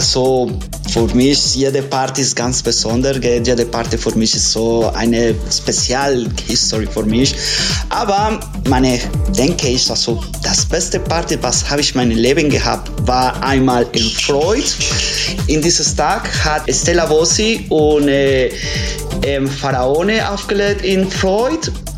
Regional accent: Colombia; now in Germany; Ich bin aus Kolumbien. Ich bin hier in Deutschland ungefähr 15 Jahre.

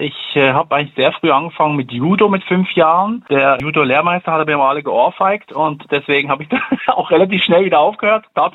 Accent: Switzerland

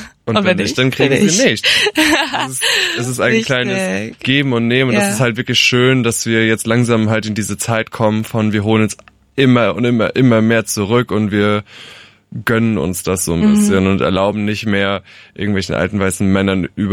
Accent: Rhineland-Palatinate, Germany; Nähe Alzey.

